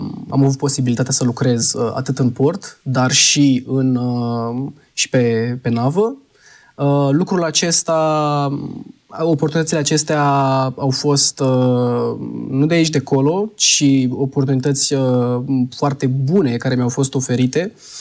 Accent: Ploiești, Prahova, Romania; also born or lived in Tulcea / Constanța; now in Cernica, Romania; Sunt născut în Tulcea, am copilărit în Ploiești, facultatea am făcut-o la Constanța și acum iată-mă la Cernica, așa că ce pot să spun este că Muntenia cu totul este casa mea.

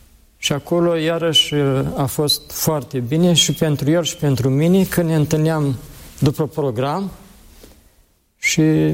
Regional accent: Moldavia, Romania; Și eram din Moldova și Moldova e renumită în ce privește prepararea bucatelor.

